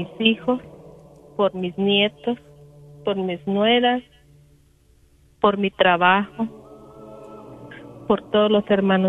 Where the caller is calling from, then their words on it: Los Angeles, California, United States; de Los Ángeles.